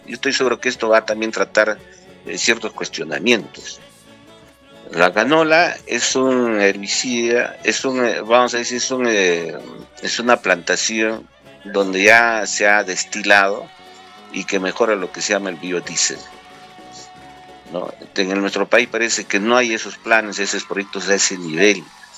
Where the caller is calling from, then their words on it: Peru; con sentimiento de lo que somos peruanos